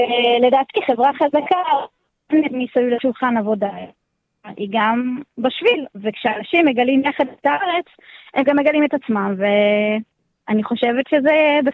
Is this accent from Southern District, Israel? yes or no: yes; Southern District, Israel; אז מרחבי החולות פה במישור החוף זה נוף ילדותי. כאן גדלתי. אני בעצם מנהלת בית ספר שדה, ממש במרחב שבו נולדתי, התפתחתי, גדלתי